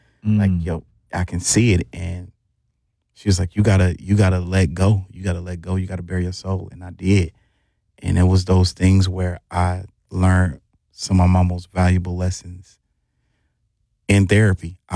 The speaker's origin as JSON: {"language": "English", "town": "Milwaukee", "region": "Wisconsin", "country": "United States", "said": "I'm from Milwaukee."}